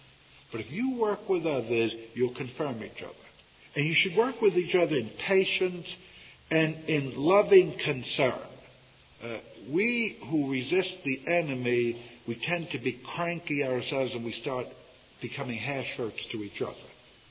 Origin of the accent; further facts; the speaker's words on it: United States; I come from America where we got Texas.